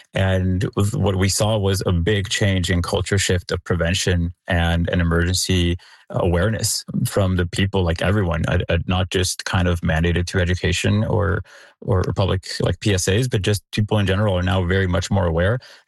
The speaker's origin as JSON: {"language": "English", "region": "Mexico City", "country": "Mexico", "lives_now": "Calgary, California, United States", "said": "I've lived in Calgary for 7 years. I'm originally from Mexico City, and I used to do search and rescue there as a volunteer"}